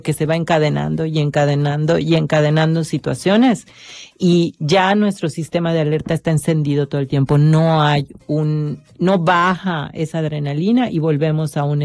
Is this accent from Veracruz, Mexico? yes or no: no; Yucatán, Mexico